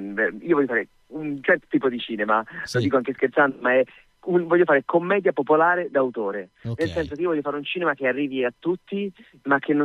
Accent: Tuscany, Italy; io sono cresciuto in Toscana

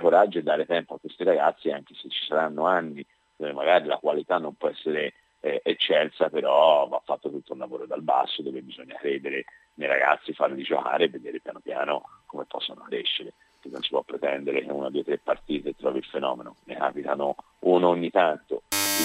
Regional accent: Colombia; now in Florence, Italy; la mia terra Colombia

